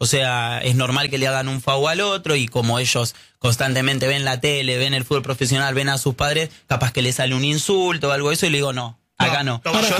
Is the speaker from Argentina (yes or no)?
yes; Gregorio de Laferrere, Buenos Aires Province, Argentina; yo soy de Gregorio de la Ferrere, de zona oeste, partido de La Matanza